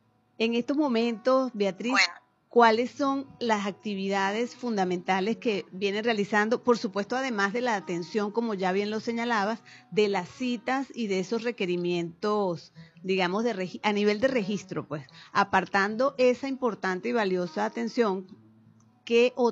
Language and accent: Spanish; Spain; now in Venezuela; puedo dar fe de ello como española.